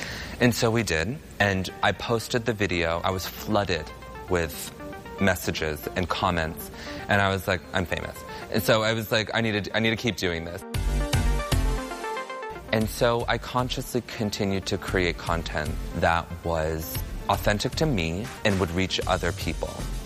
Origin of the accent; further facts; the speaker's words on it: New Hampshire, United States; also born or lived in Atlanta, United States; I'm originally from New Hampshire. I was born in Atlanta, Georgia, but I was adopted at 2 weeks old.